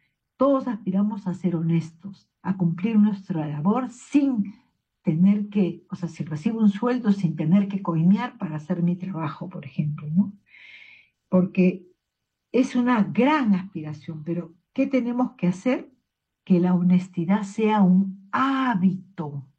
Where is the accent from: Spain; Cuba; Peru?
Peru